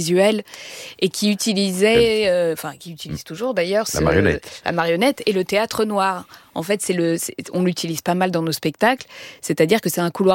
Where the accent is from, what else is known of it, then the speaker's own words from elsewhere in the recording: Aix-en-Provence, Provence-Alpes-Côte d'Azur, France; J'avais 19 ans et moi, je viens d'Aix-en-Provence.